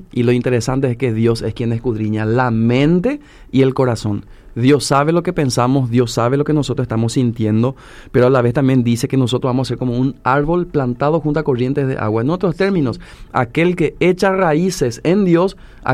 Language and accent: Spanish; Paraguay; Es algo que tenemos que hacer todos como ciudadanos paraguayos en este caso.